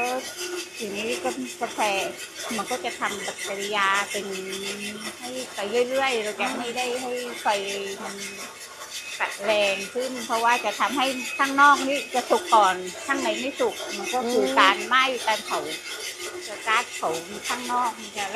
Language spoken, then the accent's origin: Thai; Surat Thani, Thailand; now in Ranong, Thailand; เป็นคนสุราษฎ